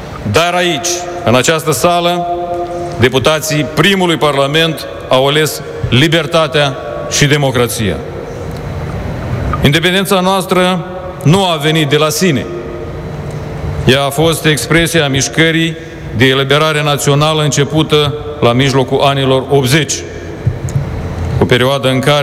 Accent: Andrușul de Sus, Cahul District, Moldova; noi cei din Andrușul de Sus, de la Cahul

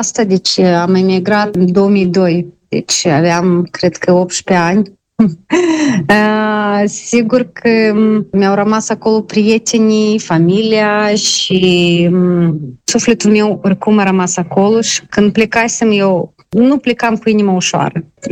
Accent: Moldova; now in Montreal, Canada; M-am simțit mândră că sunt moldoveancă.

